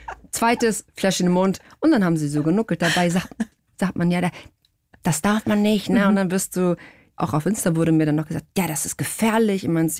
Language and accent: German; Portugal; now in Hamburg, Germany; Ich bin Portugiesin.